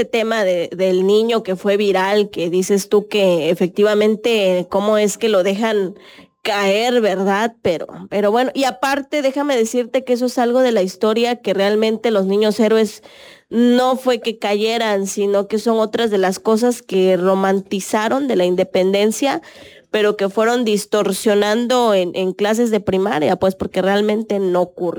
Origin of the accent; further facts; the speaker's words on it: Chiapas, Mexico; nosotros como buenos chiapanecos